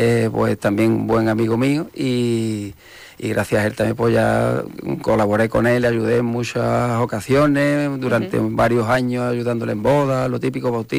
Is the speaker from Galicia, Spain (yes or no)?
no; Morón de la Frontera, Andalusia, Spain; Soy de Morón. me gusta y me encanta Morón